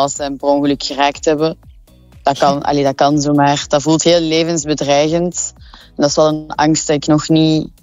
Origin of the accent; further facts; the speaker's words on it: Molenbeek, Brussels-Capital Region, Belgium; moved away as an adult; now in Anderlecht, Belgium; ik ben opgegroeid in Molenbeek. En dan sinds 5, 6 jaar, denk ik, woon ik nu in Anderlecht.